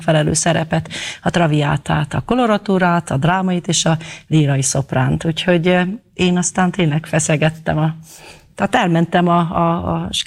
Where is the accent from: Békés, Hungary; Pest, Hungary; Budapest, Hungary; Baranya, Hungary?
Baranya, Hungary; Mohács; accent: Mohács dialect; moved away; Hát természetesen Mohácson születtem, és ezt a anyanyelvet, vagyis ezt a dialektust nem tudtam az X évek alatt sem elhagyni.